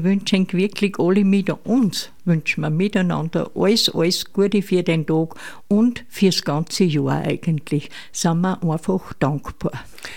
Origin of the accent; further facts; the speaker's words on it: Bad Ischl, Upper Austria, Austria; heute über Ischl heute, das ist meine Heimat, meine Ischl